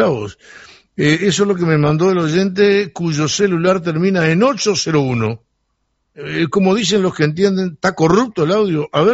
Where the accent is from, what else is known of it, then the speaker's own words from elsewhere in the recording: Sarandí del Yí, Durazno, Uruguay; moved away; para los que somos de Sarandí de allí